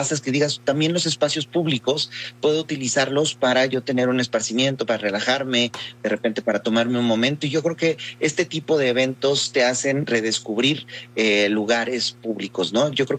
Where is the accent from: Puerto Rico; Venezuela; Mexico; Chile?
Mexico; Oaxaca; esto se vive mucho en París o en ciudades como Oaxaca, de donde yo soy originario